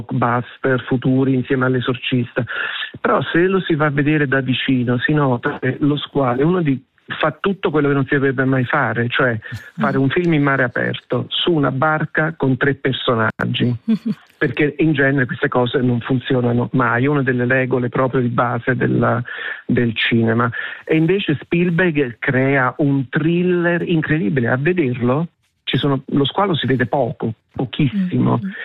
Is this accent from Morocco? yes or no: no; Zurich, Switzerland; moved away; Come sapete, sono nato in Svizzera